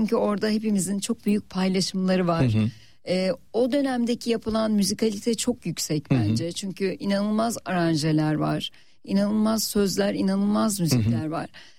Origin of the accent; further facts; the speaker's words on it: Ankara, Turkey; memleketimden Ankara'ya da kucak dolusu sevgiler gönderiyorum.